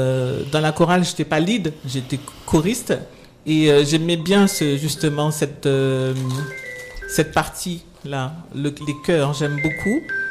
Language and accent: French; Guadeloupe; moved away; j'ai quitté la Guadeloupe en étant dans une chorale.